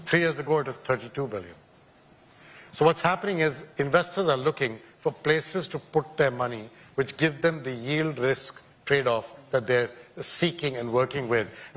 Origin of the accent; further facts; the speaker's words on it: India; guys like me, growing up in India, and now, you know, having had the chance to run MasterCard and run the World Bank.